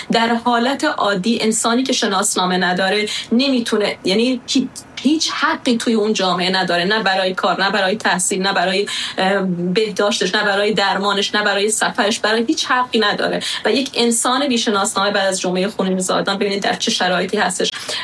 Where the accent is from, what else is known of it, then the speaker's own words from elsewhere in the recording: Sistan and Baluchestan, Iran; moved away as an adult; خودم به عنوان یک بلوچ 38 سال تو بلوچستان زندگی کردم، این 4 سال من احساس نکردم که در خارج از بلوچستان هستم